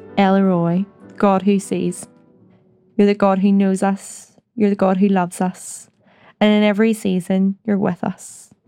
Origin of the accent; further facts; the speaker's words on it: Northern Ireland, United Kingdom; I'm from Northern Ireland.